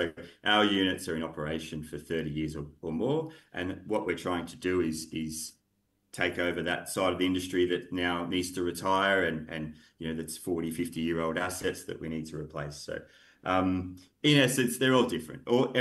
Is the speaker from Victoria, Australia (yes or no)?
yes; Hazelwood North, Victoria, Australia; And I grew up in Hazelwood North, and I understand the expertise and the skill sets that we have in the regions.